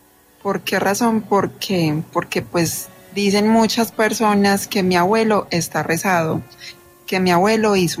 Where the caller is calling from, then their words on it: Manizales, Caldas, Colombia; Yo soy de Manizales. Ajá. Toda mi familia, de parte de mi papá, pues son de Manizales.